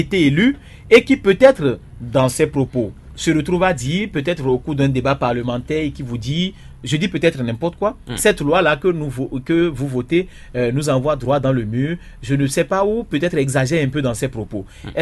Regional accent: Benin

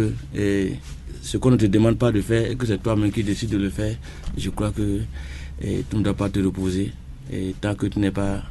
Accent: Benin; now in Germany; Pourquoi je suis béninois?

